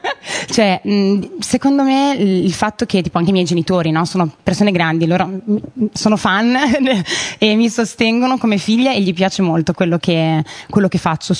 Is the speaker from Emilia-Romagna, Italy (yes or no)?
yes; Emilia-Romagna, Italy; moved away as an adult; also born or lived in Milan; now in Bologna, Italy; più nelle mie zone, quindi in Romagna, perché io sono romagnola. E quando mi sono poi trasferita a Milano, ho conosciuto dopo poco il mio attuale compagno, ho lasciato Milano per andare a Bologna.